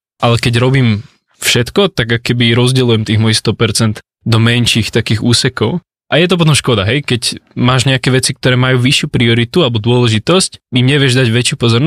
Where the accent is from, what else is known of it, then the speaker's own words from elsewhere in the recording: Žilina, Žilina Region, Slovakia; Mám 22 rokov, pochádzam zo Žiliny.